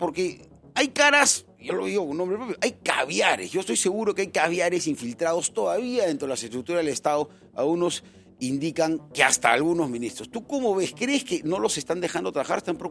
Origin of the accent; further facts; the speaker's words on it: Peru; Somos nosotros, los peruanos, que todos los días tenemos que salir a la calle a trabajar